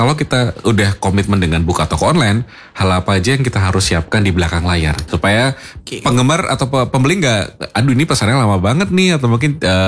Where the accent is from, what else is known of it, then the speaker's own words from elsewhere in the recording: Semarang, Central Java, Indonesia; Saya orang Banyumanik akan nyarinya di Tembalang sih, Mas.